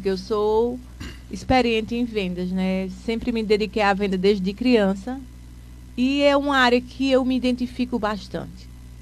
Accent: Toritama, Pernambuco, Brazil; Eu sou aqui da cidade de Toritama, né?

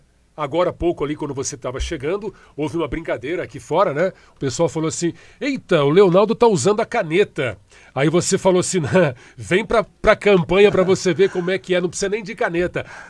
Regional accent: Castro, Paraná, Brazil; moved away; lá da minha terra, lá de Castro

